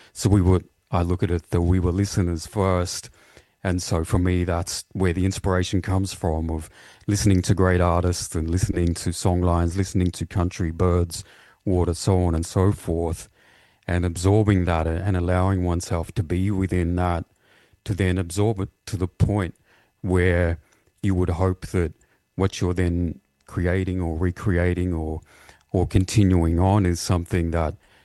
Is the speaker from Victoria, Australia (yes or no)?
yes; Victoria, Australia; myself being Yorta Yorta, born and raised on Yorta Yorta Waka, for instance, for me, that's something that's very prominent in terms of my very existence too. And it's part of why I moved back home from Ngarrim